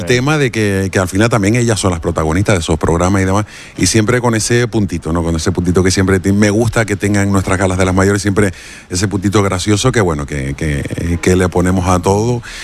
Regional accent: Cabo Blanco, Canary Islands, Spain; yo soy de Cabo Blanco toda la vida, sí.

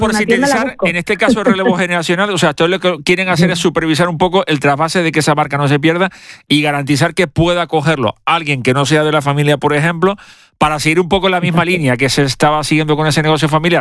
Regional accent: Santa Cruz de Tenerife, Canary Islands, Spain; Yo que soy de Santa Cruz, seguro que muchos laguneros se van a sentir identificados conmigo.

